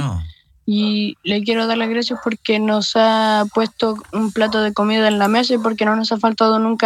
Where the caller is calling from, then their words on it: Linares, Maule, Chile; de Linares